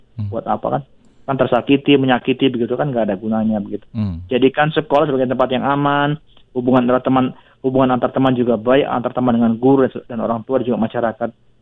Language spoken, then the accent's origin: Indonesian; Lampung, Indonesia; born there; Daerah kelahiran saya ini.